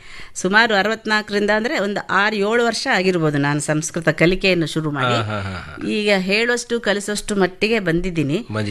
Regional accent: Hampi, Karnataka, India; moved away as an adult; now in Belagavi, India; ಬಳ್ಳಾರಿ ಜಿಲ್ಲೆ ಹಂಪೆಯಲ್ಲೇ ನಾವು ಹುಟ್ಟಿದ್ದು ಬೆಳೆದಿದ್ದು ಎಲ್ಲಾನು.

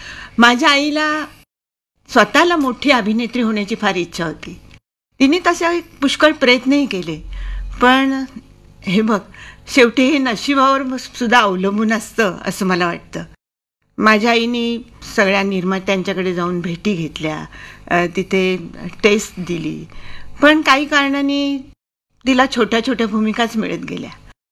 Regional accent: Kolhapur, Maharashtra, India; also born or lived in Mumbai; माझा जन्म मुंबईत झाला आणि काही थोड्या दिवसांनी माझे आईवडील आम्हाला कोल्हापूरला घेऊन गेले. आणखीन मी तिथेच कोल्हापूरमध्ये कलानगरीमध्ये लहानाची मोठी झाले.

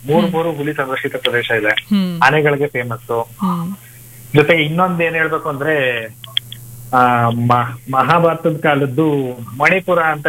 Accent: Chamarajanagar, Karnataka, India; moved away as an adult; now in Mysore, India; ನನ್ನ ಹುಟ್ಟೂರು ಚಾಮರಾಜನಗರದಿಂದ ಪಕ್ಕ ರಾಮಸಮುದ್ರ ಅಂತ. ನಾನು ಹುಟ್ಟಿದ್ದು ಬೆಳೆದದ್ದು ಓದಿದ್ದು ಎಲ್ಲ ಮೂಲತಃ ಚಾಮರಾಜನಗರದಲ್ಲೇ. ನಾನು ಉನ್ನತ ವಿದ್ಯಾಭ್ಯಾಸಕ್ಕೋಸ್ಕರ ಮೈಸೂರಿಗೆ ಬಂದು ಈಗ ಉದ್ಯೋಗ ನಿಮಿತ್ತವಾಗಿ ಮೈಸೂರಲ್ಲೇ ಸೆಟ್ಲ್ ಆಗಿದ್ದೀನಿ.

